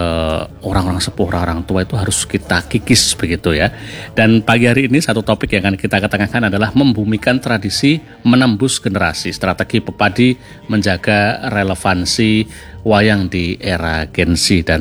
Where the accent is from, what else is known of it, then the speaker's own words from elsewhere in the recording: Java, Indonesia; kita berada di Jawa Tengah, kita sebagai orang Jawa